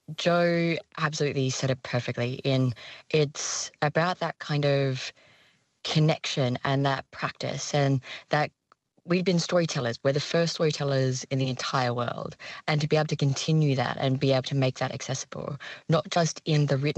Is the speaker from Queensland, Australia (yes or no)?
no; New South Wales, Australia; I'm a Bundjalung woman. I grew up on Far North New South Wales, and the only books that I had in my school library were How the Birds Got Their Colours, How the Echidna Got Their Spikes.